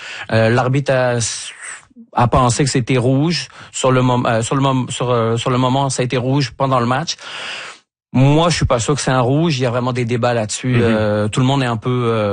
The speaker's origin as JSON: {"language": "French", "country": "France", "moved": "yes", "lives_now": "Trois-Rivières, Canada", "said": "en tant que Français"}